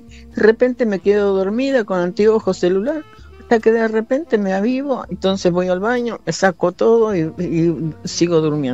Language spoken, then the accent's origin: Spanish; Argentina; me da vergüenza decirlo como ciudadana argentina, señora mayor